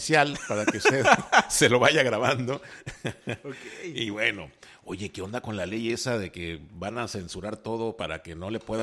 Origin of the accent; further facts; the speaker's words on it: Mexico; somos mexicanos.